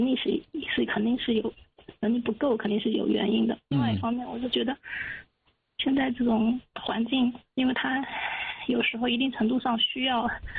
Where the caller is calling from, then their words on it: Yangtze River Delta, China; 在长三角的。211类学校任教